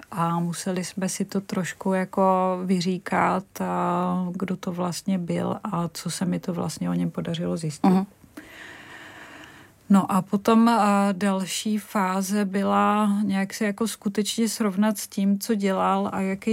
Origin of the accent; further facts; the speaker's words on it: Brno, South Moravian Region, Czechia; my jsme byli vždycky Brňáci a nějaká národnost, ať už česká nebo německá, v tom nehrála žádnou roli.